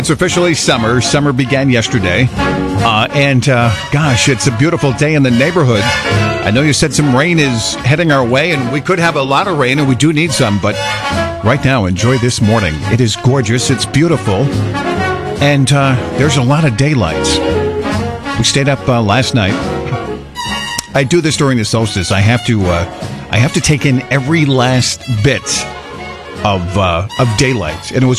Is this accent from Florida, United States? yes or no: no; Coventry, Rhode Island, United States; my hometown, Coventry America 250 Parade, which was fantastic in my hometown, Coventry, Rhode Island. So I was right there on South Main Street. And so I'm at my hometown.